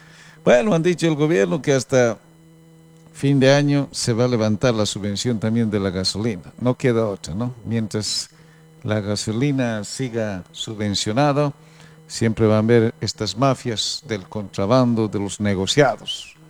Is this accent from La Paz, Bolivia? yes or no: no; Aymaya, Potosí, Bolivia; Ahí teníamos nuestra casa en Aymaya, así que tengo muchos recuerdos, muchas vivencias de mi niñez en Aymaya.